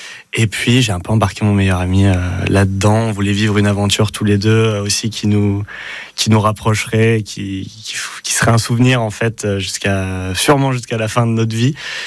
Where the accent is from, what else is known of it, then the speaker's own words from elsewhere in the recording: Nîmes, Occitanie, France; moved away as an adult; now in Aix-en-Provence, France; Depuis que je suis parti à Aix-en-Provence faire mes études, depuis que je suis parti, je suis encore plus amoureux de Nîmes, plus content quand j'y reviens